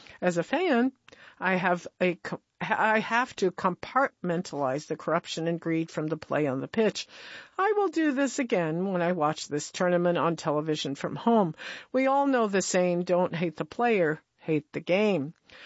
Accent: United States; I'm sad to say that I will not be attending the 2026 World Cup in my home country, though.

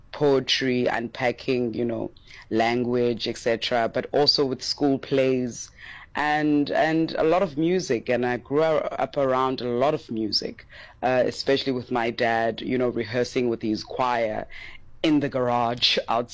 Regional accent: King William's Town, Eastern Cape, South Africa; the community that I was raised in King Williamstown.

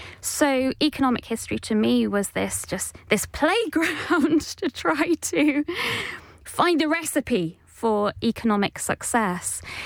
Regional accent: Oldham, North West England, United Kingdom; So I grew up in Oldham. Probably a century too late, because Oldham was really at its peak in 1890. It was part of the whole Manchester hub.

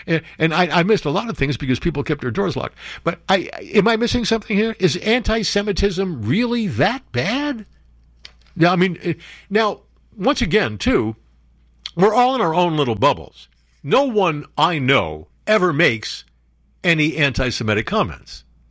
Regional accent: United States; born there; also born or lived in New Jersey; I grew up in New York and New Jersey, and I had many, many Jewish friends, okay?

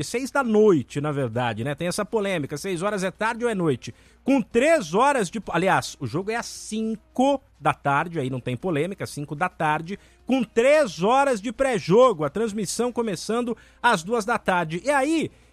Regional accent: Catanduva, São Paulo, Brazil; eu sou de Catanduva, no interior, DDD 17

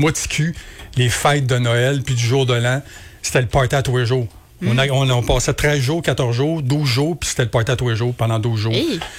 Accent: Montreal, Quebec, Canada; now in Granby, Canada; Moi, je suis né à Montréal. Fait que j'ai été élevé à Verdun là, pendant les 20 premières années de ma vie. Puis je suis arrivé à Granby. J'ai fait un petit séjour à Mercier-Châteauguay.

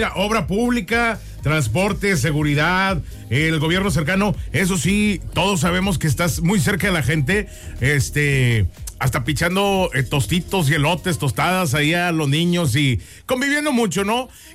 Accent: Apodaca, Nuevo León, Mexico; yo que crecí en Apodaca

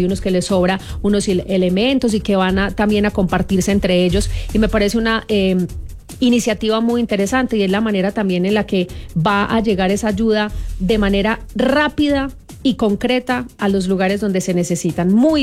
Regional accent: Colombia; nos estamos organizando como colombianos

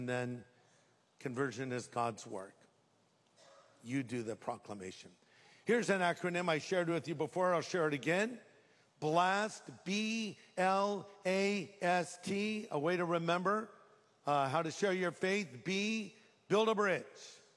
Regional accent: California, United States; He's a great fisherman and outdoorsman. I'm not. I'm from California.

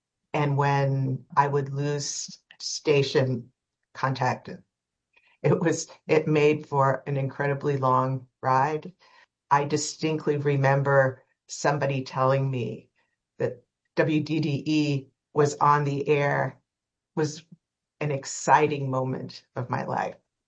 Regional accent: Wilmington, Delaware, United States; from Wilmington, Delaware.

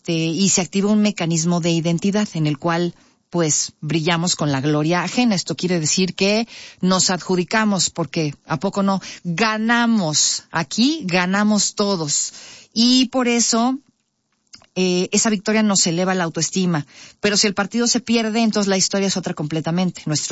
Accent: Mexico

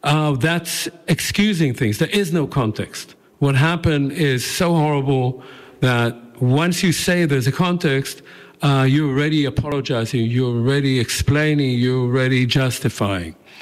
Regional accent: Israel; I was born in Israel in the 1950s, mid-1950s, so I'm a member of the first generation born in the state of Israel after it was established. And I was raised in what would be called a Zionist home.

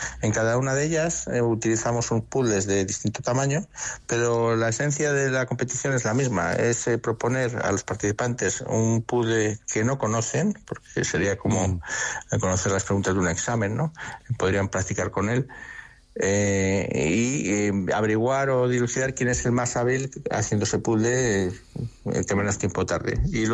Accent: Valladolid, Castile and León, Spain; Bueno, pues las personas que lo hemos promovido somos de aquí, de Valladolid.

